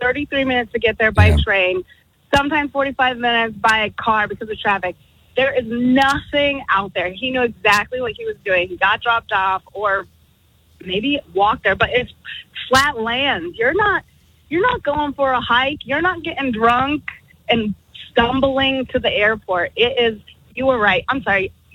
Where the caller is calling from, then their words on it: Denver, Colorado, United States; I'm from Colorado or Denver